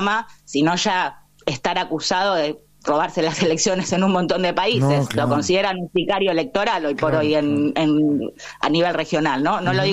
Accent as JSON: {"language": "Spanish", "country": "Argentina", "said": "A mí como argentina me costó un montón desde el 2012 hasta el 2016"}